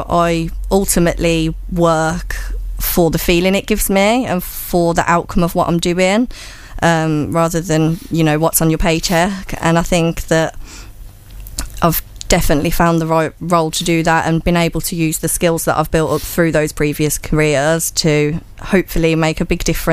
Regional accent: Birmingham, West Midlands, United Kingdom; moved away as an adult; now in Essex, United Kingdom; So obviously, I am a Brummie. I actually moved to Essex for a man. So I fell in love, moved to Essex

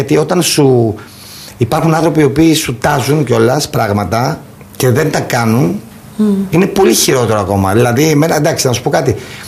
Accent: Agrinio, Western Greece, Greece; Γιατί δεν μπορεί να με στηρίξει το Αγρίνιο η πόλη μου.

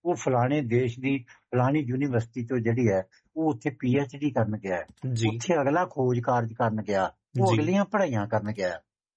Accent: Amritsar, Punjab, India; first language Punjabi; ਸਾਡੇ ਅੰਮ੍ਰਿਤਸਰ ਸ਼ਹਿਰ

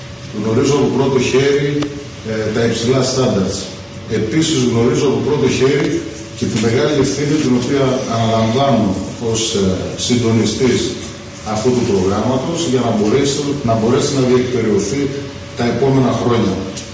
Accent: Agrinio, Western Greece, Greece

